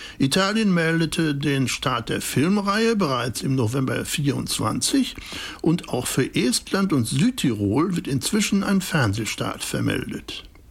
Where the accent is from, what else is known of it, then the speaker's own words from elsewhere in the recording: Germany; Da fühle ich mich als Deutscher schon etwas merkwürdig behandelt